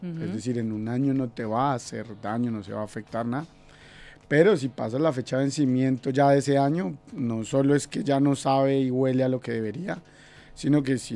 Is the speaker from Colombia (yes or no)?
yes; Colombia; Obviamente soy colombiano.